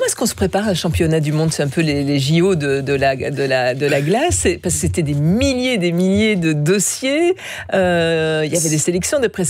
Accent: Belgium; en tant que Belge

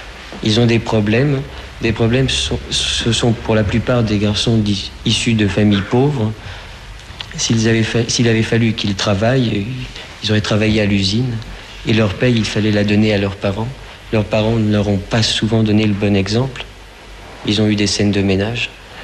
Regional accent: France; Je suis français, j'ai 23 ans.

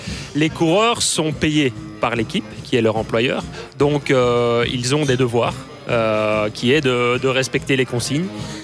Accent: Nadrin, Wallonia, Belgium; moved away as an adult; also born or lived in Bastogne; now in Aywaille, Belgium; je suis né à Bastogne, j'ai grandi à Nadrin, un petit village à 20 km, et je suis à Éouail depuis une quinzaine d'années maintenant.

